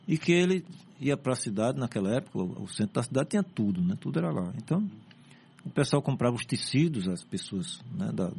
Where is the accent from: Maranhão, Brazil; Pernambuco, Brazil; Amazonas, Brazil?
Pernambuco, Brazil; Recife; born there; E eu nasci na Casa de Saúde Maternidade de São João, que era o hospital onde depois passou a ser o Hospital Agamenon Magalhães.